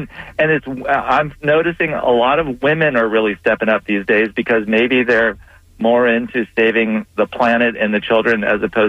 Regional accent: St. Petersburg, Florida, United States; also born or lived in Hawaii; And I grew up in St. Pete from about fourth grade, went to St. Pete High, and I bicycled a lot.

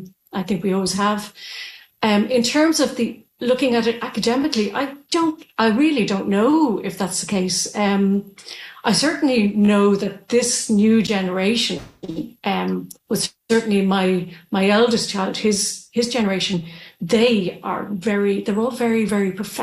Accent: Ireland; Because I grew up in Ireland

